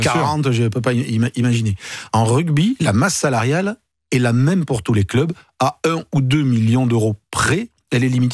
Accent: Bayonne, Nouvelle-Aquitaine, France; Moi, je suis de Bayonne, je vois à Bayonne, c'est quasiment les fêtes de Bayonne chaque samedi

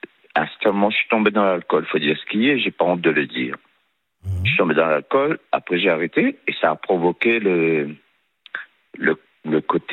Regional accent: Réunion; Je suis né à La Réunion. Mon père travaillait en métropole pendant X temps et il est retourné en métropole avec ma mère après.

